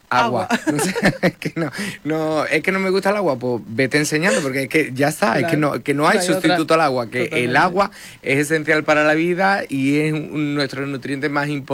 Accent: Andalusia, Spain; o sea, nuestro líquido es el agua y además somos andaluces, nuestra dieta es maravillosa.

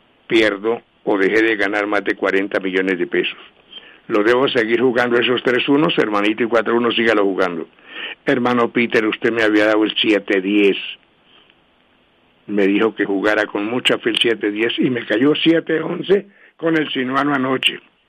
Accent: Bogotá, Colombia; yo soy de Bogotá, de Ciudad Caney, tenemos por acá un negocito

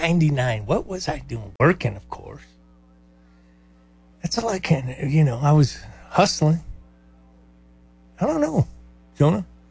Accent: New York, United States; Well, I'm from New York.

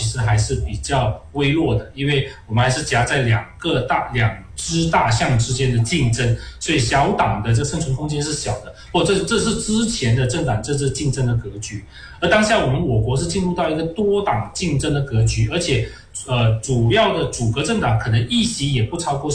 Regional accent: Malaysia; 过去我们马来西亚人常常在华人群里面常常提到一首说

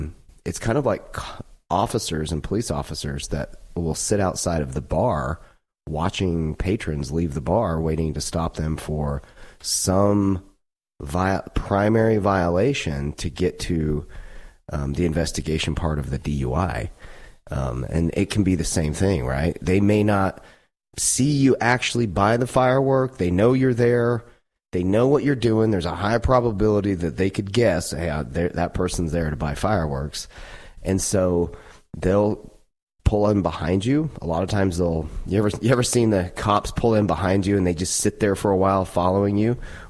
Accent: Utah, United States; now in Colorado, United States; growing up in Utah

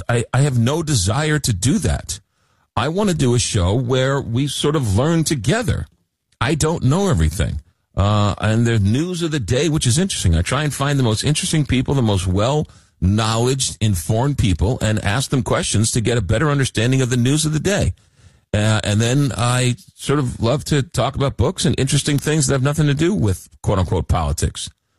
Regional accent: New York, United States; Well, first of all, I'm from New York. So, no, I don't eat pizza with a fork. I fold my pizza like any self-respecting New Yorker.

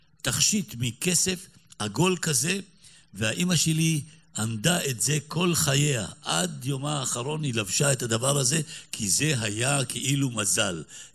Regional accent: Petah Tikva, Central District, Israel; born there; also born or lived in Basra, Iraq; כשהיו אומרים לי, תגיד, אתה סברי? הייתי ישר משקר ואומר, כן, כן, כן, אני סברי. במיוחד פה בפתח תקווה, כשכולם לא היו כל כך סברים, אבל אני אמרתי, אני סברי.

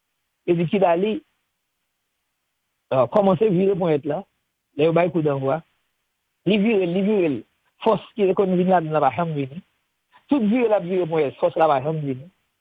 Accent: Port-au-Prince, Ouest, Haiti; on a grandi dans Port-au-Prince, les années 80, 81, peut-être, 82.

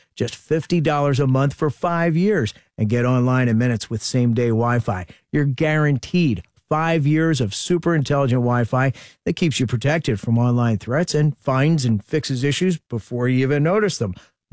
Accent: United States; the house I grew up in on Bryn Mawr Avenue here in Ballard-Kinwood, my parents' basement

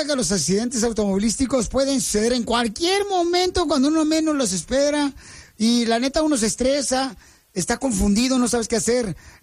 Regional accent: Mexico; Soy mexicano y todos sabemos que va a haber fiesta en la casa de la familia

